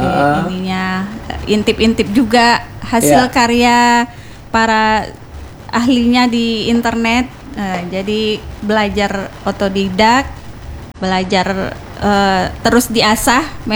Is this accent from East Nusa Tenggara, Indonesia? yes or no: no; Pekanbaru, Riau, Indonesia; moved away as an adult; also born or lived in Tembilahan; saya kelahiran Pekanbaru